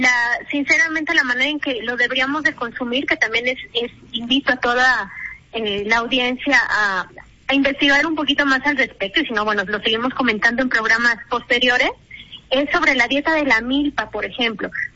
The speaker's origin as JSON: {"language": "Spanish", "country": "Mexico", "said": "representa nuestra identidad como mexicanos"}